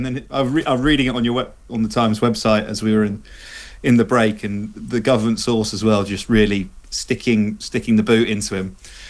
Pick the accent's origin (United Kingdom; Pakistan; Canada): United Kingdom; England; Well, as an Englishman